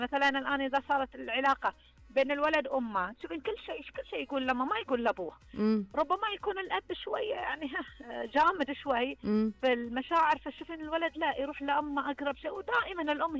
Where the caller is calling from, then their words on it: Eastern Province, Saudi Arabia; احنا نقال عندنا هنا في الشرقيه